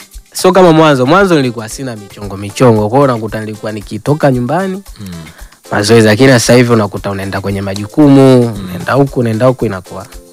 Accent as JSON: {"language": "Swahili", "town": "Ruangwa", "region": "Lindi", "country": "Tanzania", "moved": "as an adult", "lives_now": "Dar es Salaam, Tanzania", "said": "2019 nimetoka Ruangwa nimekuja Dar."}